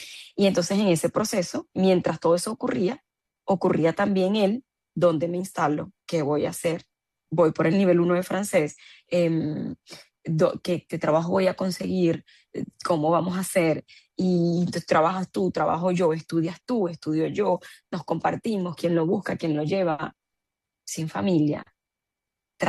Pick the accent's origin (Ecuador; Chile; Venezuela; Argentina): Venezuela; moved away as an adult; Cuando yo salí de Venezuela